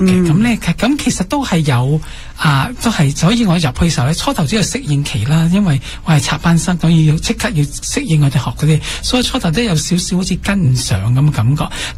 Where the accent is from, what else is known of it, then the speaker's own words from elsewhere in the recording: Canada; moved away as an adult; now in Japan; 我加拿大人咁啦，咁样嚟，跟住咧好多时咧，嗰啲学生咧都系廿零岁多啲，咁我最年纪大啲一个个